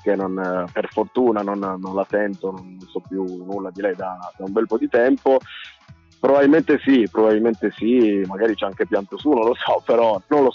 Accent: Turin, Piedmont, Italy; io sono mezzo barese, ma sono cresciuto qua

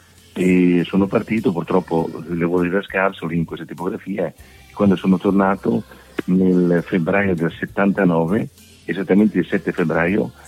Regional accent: Bondeno, Emilia-Romagna, Italy; born there; Io sono emiliano, sono nato in un paesino, Bombeno, provincia di Ferrara

